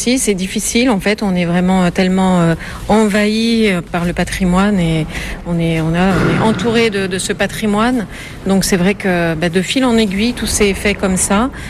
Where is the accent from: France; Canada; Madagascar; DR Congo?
France; Ascain, Nouvelle-Aquitaine; Alors, je suis originaire du Pays Basque.